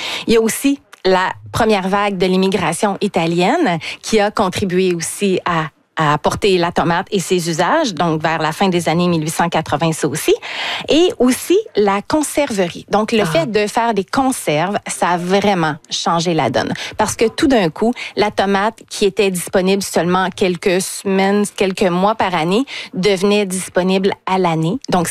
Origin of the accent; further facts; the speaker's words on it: Canada; vers chez nous, au Canada